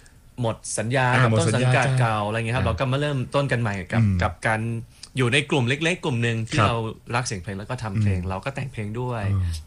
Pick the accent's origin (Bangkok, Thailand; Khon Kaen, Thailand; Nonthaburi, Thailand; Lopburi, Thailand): Khon Kaen, Thailand; เป็นคนขอนแก่นครับ